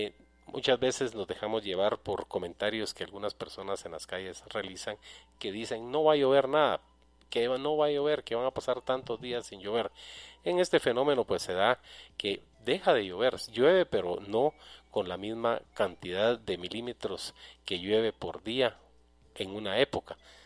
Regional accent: Guatemala; acá en Guatemala.

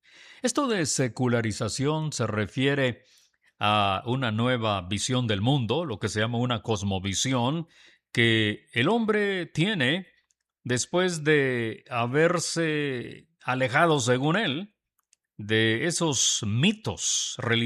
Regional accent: Guatemala

